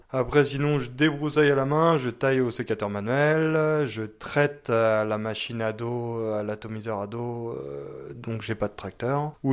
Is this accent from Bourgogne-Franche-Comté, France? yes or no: no; Angers, Pays de la Loire, France; moved away as an adult; also born or lived in Pic Saint-Loup; now in Aude, France; je viens d'Angers à la base, j'ai fait un BTS à viticulture œnologie à Saumur. Et je suis arrivé au Pic Saint-Loup après mon BTS, donc à 22 ans. Et je suis resté 7 ans là-bas